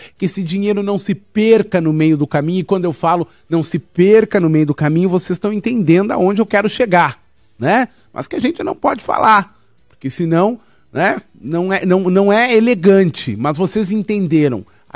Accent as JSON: {"language": "Portuguese", "country": "Brazil", "said": "nós enquanto brasileiros, eu enquanto brasileiro"}